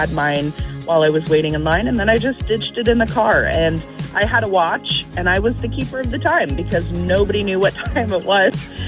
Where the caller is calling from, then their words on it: Champaign, Illinois, United States; I am currently in Champaign, headed to work.